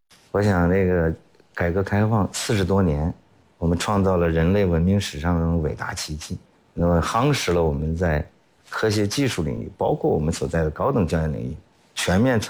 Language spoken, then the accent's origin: Chinese; China; 我们中国人